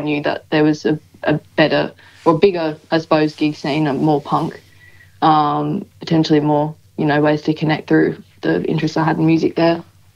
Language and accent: English; Toowoomba, Queensland, Australia; also born or lived in Sydney; I was born in Queensland. Okay. I grew up in Queensland, but yeah, I was living in Sydney for a few years, just briefly.